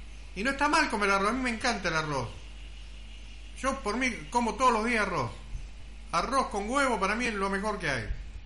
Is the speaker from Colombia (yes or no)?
no; northern Argentina, Argentina; tomar nuestras propias decisiones como norte argentino.